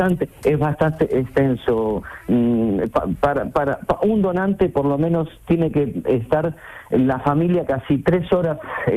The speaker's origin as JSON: {"language": "Spanish", "country": "Argentina", "moved": "yes", "lives_now": "Marbella, Spain", "said": "No, yo no soy de Huelva, no soy español, soy argentino, pero llevo viviendo en España desde el año 81."}